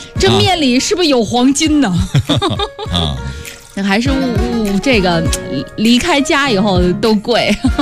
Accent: Guangxi, China; now in Beijing, China; 我们家乡老友粉原来都是3.8一碗的

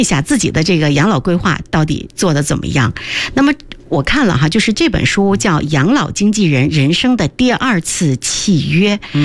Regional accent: China; 我们中国人其实对于离开可能还是有一点点机会

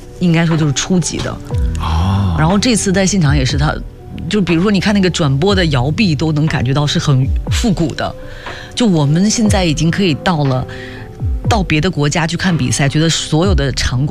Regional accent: China

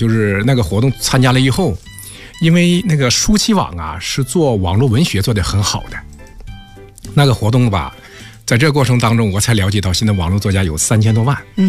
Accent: Wenzhou, Zhejiang, China; also born or lived in Liaoning; now in Huairou, Beijing, China; 我老家是温州的，我一直在辽宁。

